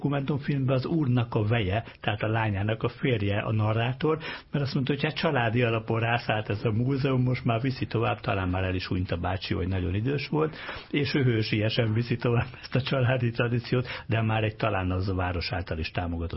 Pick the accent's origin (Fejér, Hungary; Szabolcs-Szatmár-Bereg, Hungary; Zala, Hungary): Fejér, Hungary; Dunaújváros; born there; az én kis szülőfalum is, ugye Intercisa Dunaújváros